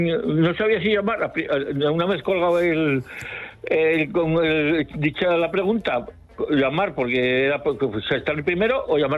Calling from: Tudela, Navarre, Spain

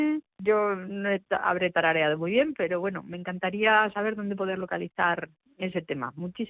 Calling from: Madrid, Community of Madrid, Spain; llamo desde Madrid

